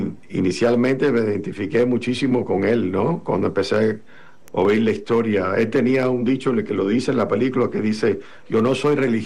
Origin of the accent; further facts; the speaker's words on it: Cuba; por supuesto, en mi país natal, en Cuba, durante la guerra de independencia